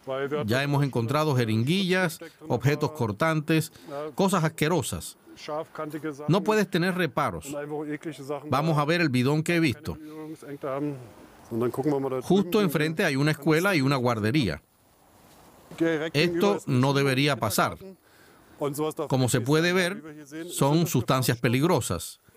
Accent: Netherlands; Spanish is a second language; Soy de Holanda

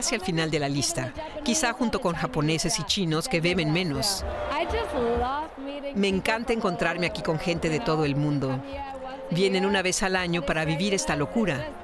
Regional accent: Adelaide, South Australia, Australia; Soy de Adelaide, del sur de Australia.

